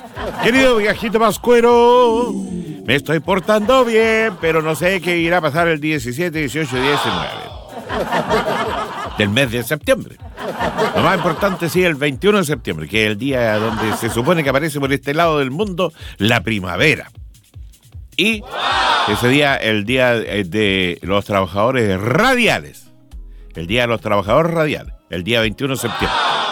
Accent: Padre Hurtado, Santiago Metropolitan, Chile; ¿Somos o no somos solidarios los chilenos?

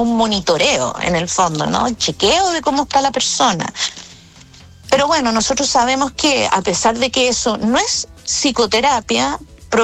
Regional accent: Chile

